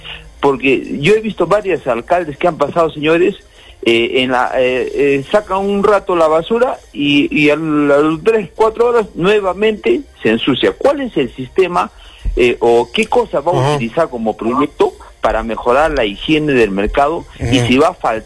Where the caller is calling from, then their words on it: Hunter, Arequipa, Peru; yo soy poblador de Hunter.